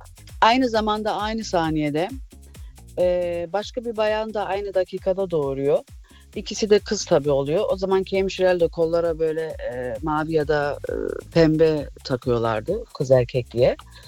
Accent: Akçay, Balıkesir, Turkey; Ben Akçay Balıkesirliyim.

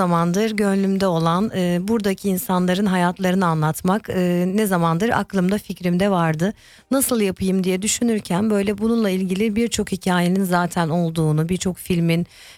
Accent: Berlin, Germany; Ben üçüncü nesil olarak Berlin'de doğdum

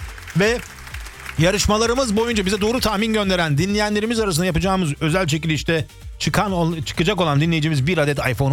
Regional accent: Black Sea Region, Turkey; Hani mesela ben Karadenizliyim. Yeşilliğiyle, mavisiyle bilinen bir şehirdir mesela.

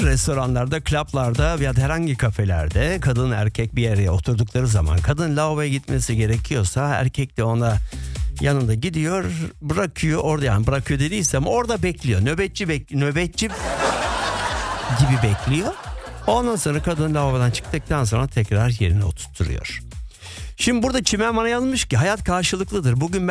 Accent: Germany; ben Almanya'da yetiştim.

